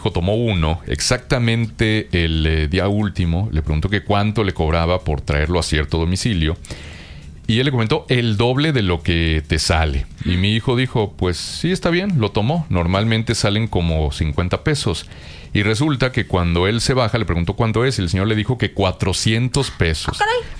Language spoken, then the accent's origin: Spanish; Ciudad Juárez, Chihuahua, Mexico; born there; en Juárez yo veía la tele gringa que aparecía en los canales abiertos